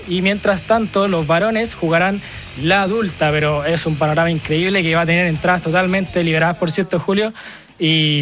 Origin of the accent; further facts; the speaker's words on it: Temuco, Araucanía, Chile; Yo vengo de Temuco, que va muy bonito.